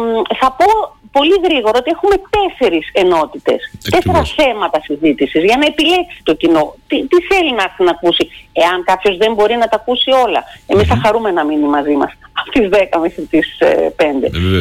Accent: Athens, Attica, Greece; Ζηλεύω λίγο ως Αθηναία που γίνεται στο Ηράκλειο

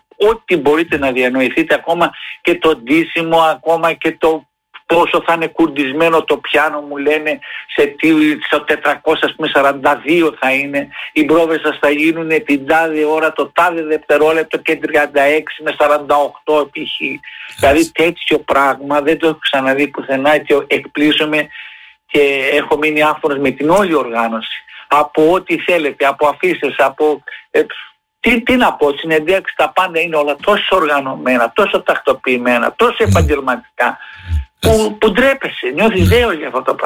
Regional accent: Heraklion, Crete, Greece; στο αγαπημένο μου Ηράκλειο.

